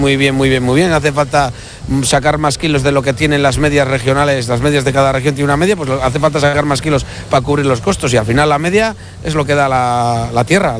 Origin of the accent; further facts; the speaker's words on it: Castile and León, Spain; De Villarreros, de Palencia.